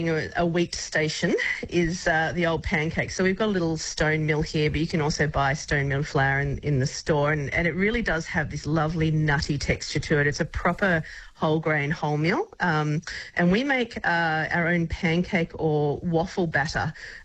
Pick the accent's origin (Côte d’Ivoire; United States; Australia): Australia; Melbourne, Victoria; now in Nyngan, Australia; I grew up down in Melbourne